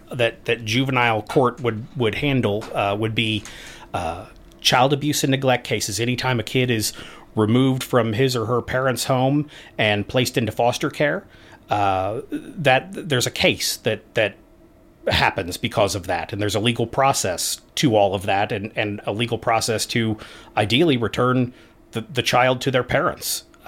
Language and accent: English; Columbia, Missouri, United States; I grew up here in Columbia.